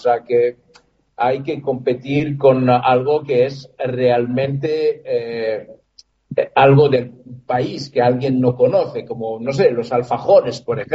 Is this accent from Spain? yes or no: no; Greece; now in Uruguay; vengo de Grecia